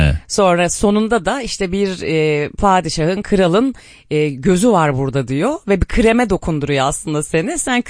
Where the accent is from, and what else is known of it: Kars, Turkey; born or raised there; moved away